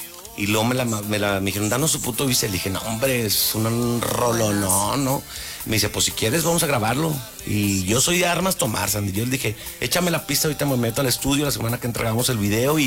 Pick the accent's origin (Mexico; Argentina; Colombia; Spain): Mexico; Chihuahua; Igual a mí me encanta norteño sax porque yo soy de Chihuahua.